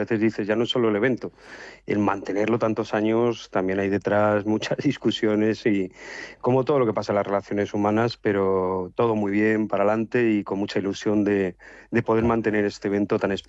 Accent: Alicante, Valencian Community, Spain; que somos de aquí de Alicante

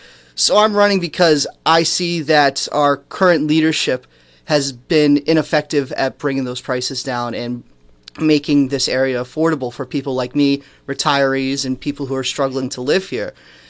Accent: Woodstock, Connecticut, United States; So I was raised in Woodstock, hometown kid.

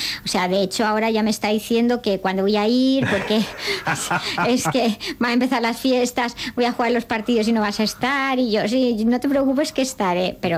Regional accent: Aragon, Spain; toda la adolescencia y los 20 años en un pueblo como el mío, que tienes cerca Huesca, Zaragoza

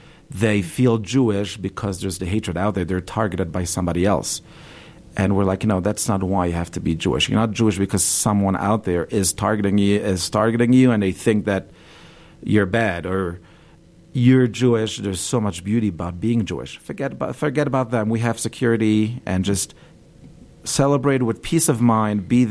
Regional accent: Belgium; As the I grew up in Belgium, and all of my grandparents are Holocaust survivors

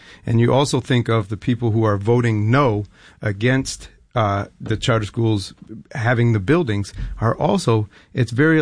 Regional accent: Rochester, New York, United States; I have was born and raised in Rochester on the east side of the city. With that being said, I went to the Rochester City School District for kindergarten through 12th grade.

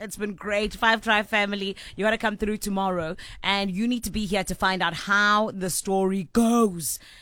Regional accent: South Africa; I'm South African.

